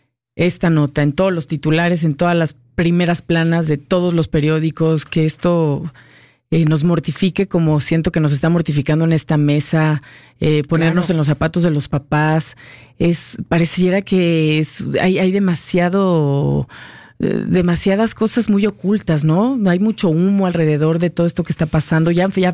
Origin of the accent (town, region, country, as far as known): Mexico